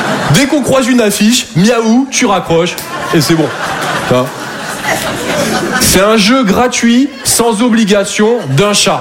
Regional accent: Toulouse, Occitanie, France; now in Paris, France; Ben, je me présente … je viens de Toulouse à la base.

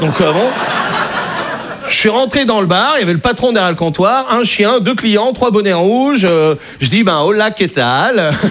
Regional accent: Brittany, France

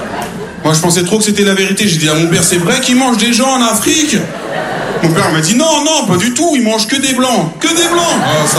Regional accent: Gennevilliers, Île-de-France, France; born there; Je suis né à Gennevilliers, je cours pas vite. Voilà, je cours pas vite parce qu'à Gennevilliers, il n'y a pas de lion.

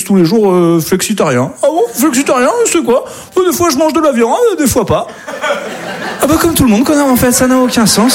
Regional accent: Auvergne-Rhône-Alpes, France; moved away; moi, je viens d'Auvergne à la base.

